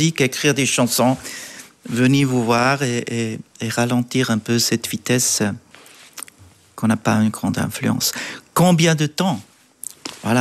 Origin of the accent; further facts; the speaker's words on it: Switzerland; French is a second language; now in France; Je hein. suis Suisse allemand, oui.